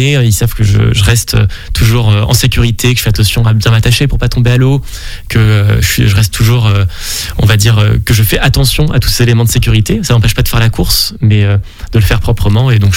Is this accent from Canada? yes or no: no; Paris, Île-de-France, France; also born or lived in Nancy / Lille; J'ai grandi, alors mes parents sont originaires du Grand Ouest, mais j'ai fini à Nancy, j'ai grandi à Paris, à Lille, au gré des déménagements de mon père pour son travail.